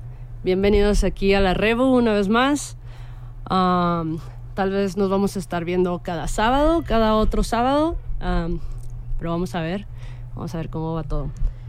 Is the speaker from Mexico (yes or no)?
yes; Tijuana, Baja California, Mexico; now in Telluride, United States; yo vengo de Tijuana